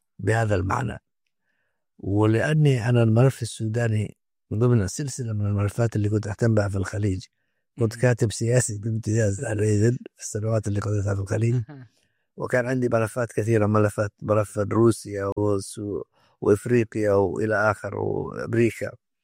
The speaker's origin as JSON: {"language": "Arabic", "country": "Yemen", "said": "عندنا في اليمن"}